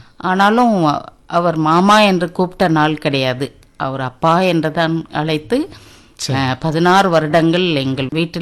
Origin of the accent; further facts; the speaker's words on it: India; also born or lived in Nuwara Eliya District, Sri Lanka; சிலோன்ல, கண்டி டவுன்ல, நூரேலியாங்கிற டிஸ்ட்ரிக்ட்ல பிறந்தேன். 1956 ரிபேட்ரியேட்ஸ் ஆக நாங்கள் இந்தியாவுக்கு திரும்பி வந்தோம்.